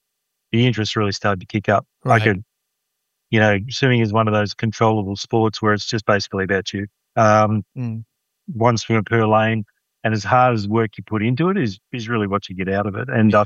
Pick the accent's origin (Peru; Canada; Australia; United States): Australia; Rockhampton, Queensland; So, yeah, I grew up in Rockhampton, Des, and I've got two brothers and two sisters. My dad was a bank johnny in the Commonwealth Bank.